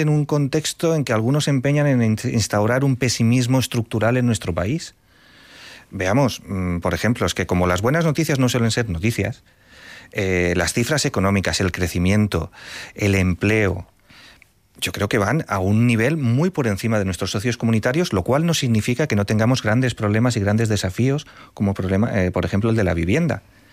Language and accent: Spanish; Valencia, Valencian Community, Spain; Bueno, yo es que, de verdad, yo soy de Valencia. He sido responsable de Hacienda en la Generalitat Valenciana